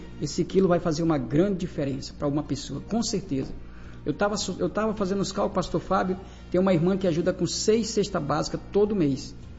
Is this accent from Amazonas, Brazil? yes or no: yes; Amazonas, Brazil; eu sou do estado do Amazonas